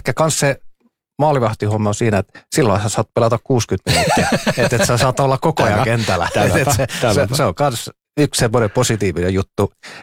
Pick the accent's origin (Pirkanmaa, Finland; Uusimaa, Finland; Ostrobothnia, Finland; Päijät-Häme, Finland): Ostrobothnia, Finland; kun Pietasaaresta ja mä oon sieltä maaseudulta kotoisin